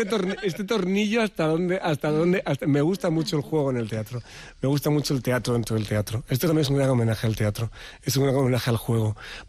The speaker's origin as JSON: {"language": "Spanish", "town": "Montilla", "region": "Andalusia", "country": "Spain", "tie": "born or raised there", "said": "A mi pueblo, a Montilla, el estreno, quieres decir, ¿no?"}